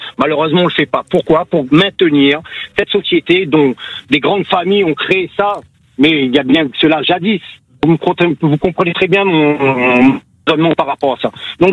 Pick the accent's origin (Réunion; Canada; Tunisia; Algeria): Réunion; now in Canet-en-Roussillon, France